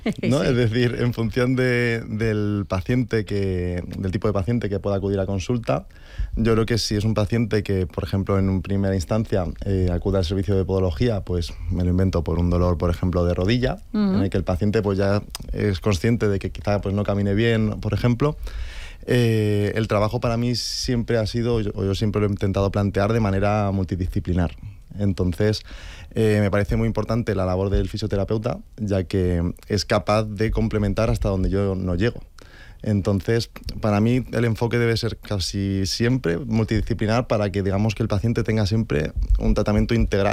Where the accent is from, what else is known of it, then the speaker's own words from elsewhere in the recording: Albacete, Castilla-La Mancha, Spain; Yo soy de Albacete.